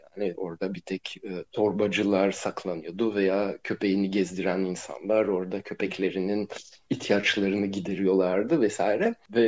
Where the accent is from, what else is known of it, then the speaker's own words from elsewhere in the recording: Ankara, Turkey; also born or lived in Brussels, Belgium; Evet, ben Brüksel'de doğdum. Sonra 5 yaşımda Ankara'ya taşındım ve 6. yaş günümde bana bir kaykay hediye ettiler.